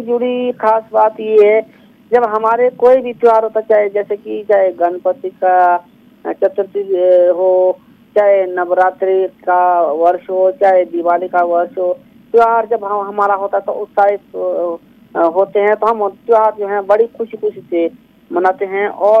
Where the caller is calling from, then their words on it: Shimla, Himachal Pradesh, India; बात कर रहा हूँ शिमला से।